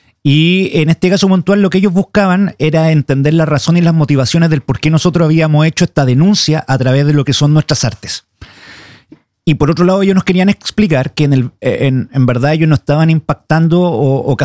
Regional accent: Chile; para nosotros como chilenos también entender la lucha del pueblo Sami contra Statkraft

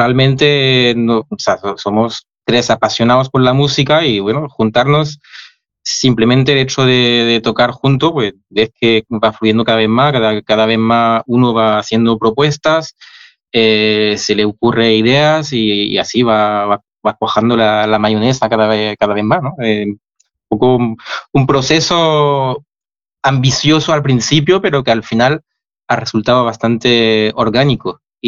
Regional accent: France; Spanish is a second language; moved away as an adult; also born or lived in Seville, Spain; now in Madrid, Spain; yo soy francés, empecé con el piano clásico y bueno, o sea, en mi familia nadie es de España

